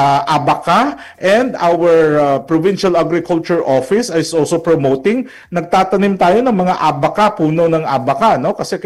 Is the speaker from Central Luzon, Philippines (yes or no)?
no; Soccsksargen, Philippines; Kasi nga, ang biruan na lang dito diyan sa amin sa Mindanao, ang problema kasi nga